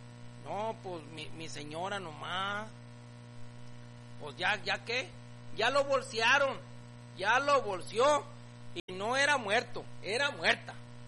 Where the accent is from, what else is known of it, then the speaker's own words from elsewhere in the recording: Poncitlán, Jalisco, Mexico; Yo soy de Poncitlán. No, ¿cuál Poncitlán? Es allá de la Piedra Grande, de allá de las Peñitas.